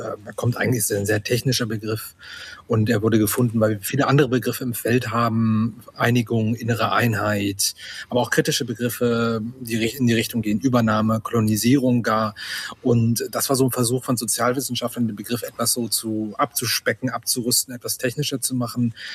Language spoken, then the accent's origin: German; Hettstedt, Saxony-Anhalt, Germany; in meiner Heimatstadt Hettstedt in Mansfeld-Südharz.